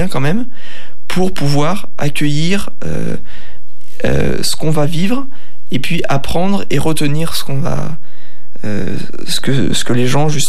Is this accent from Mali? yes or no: no; France; oublier qu'on est français, oublier un peu d'où on vient